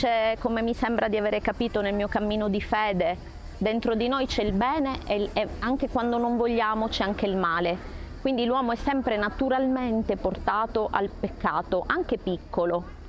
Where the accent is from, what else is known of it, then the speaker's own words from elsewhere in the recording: Sicily, Italy; Vengo dalla Sicilia, sono … Vengo dalla Sicilia, è la seconda volta che vengo a Medjugorje.